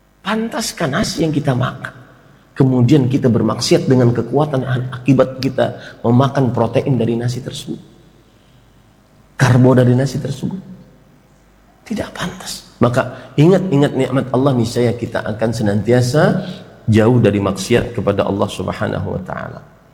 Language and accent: Indonesian; South Kalimantan, Indonesia; now in Barito Kuala, Indonesia; Saya di sebuah daerah, saya dari Kalimantan Selatan, lebih tepatnya lagi tinggal sekarang di Kabupaten Baritokwa.